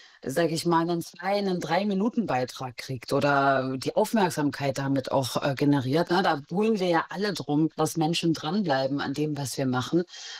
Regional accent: Mecklenburg-Vorpommern, Germany; Nee, also wenn ich nach Mecklenburg fahre, fahre ich natürlich nach Mecklenburg, gerade als Mecklenburgerin.

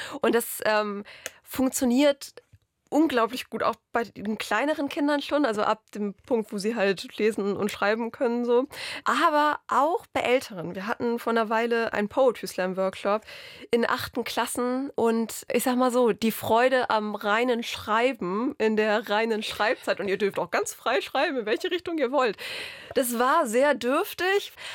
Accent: Northern Germany, Germany; Natürlich, ich komme aus dem Norden, ich habe diesen Nordentext geschrieben.

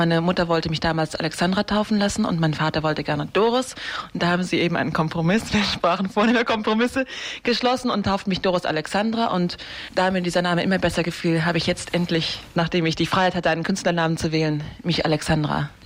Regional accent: Klaipėda County, Lithuania; wir sind aus dem Memeland

